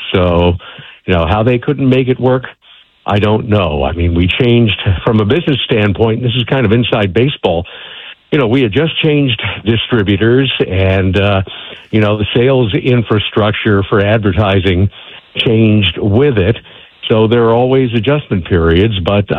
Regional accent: Dobbs Ferry, New York, United States; I'm at the Metro North station in my hometown of Dobbs Ferry, New York, which is on the Hudson River just north of the city. And like you, I grew up listening to CBS News Radio here on WCBS in New York

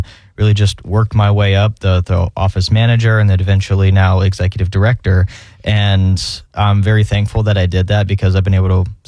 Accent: Jacksonville, Florida, United States; Well, and I'm born and raised in Jacksonville. This is my home. It's the home I've always known.

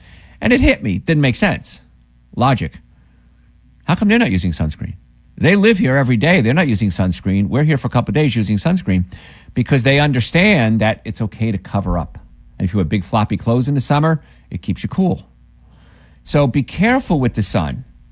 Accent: New Jersey, United States; I grew up in New Jersey with the Hudson River there.

